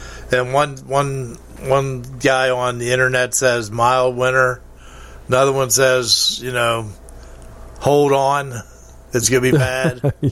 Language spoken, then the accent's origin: English; Wheeling, West Virginia, United States; growing up in Fulton